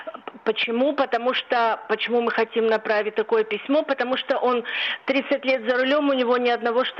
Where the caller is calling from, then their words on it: Kiryat Gat, Southern District, Israel; Я из Кирьят-Гата.